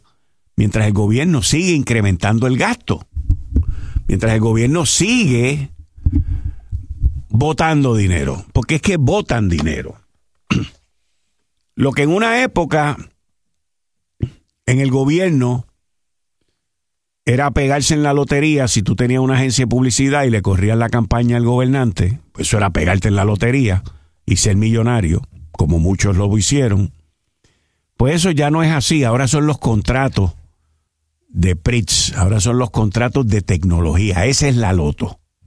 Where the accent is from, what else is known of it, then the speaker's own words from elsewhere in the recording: Puerto Rico; pues conociendo como somos nosotros los boricuas